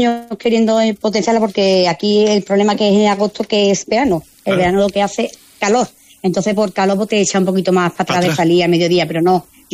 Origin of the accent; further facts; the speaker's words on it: El Saucejo, Andalusia, Spain; Se pueden pasar por el Saucejo, que aquí tenemos el ambiente y mi gente, mi pueblo, responde y es muy servicial. Mi pueblo es muy servicial.